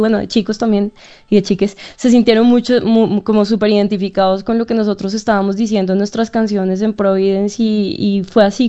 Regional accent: Chía, Cundinamarca, Colombia; yo, claro, me considero bogotana, pero en realidad soy de la periferia bogotana, yo soy de un lugar que se llama Chía.

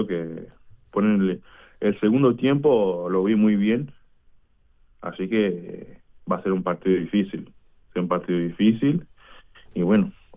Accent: Santo Antão, Cape Verde; Spanish is a second language; Soy de la isla de Santo Antão. Diría Santo Antonio.

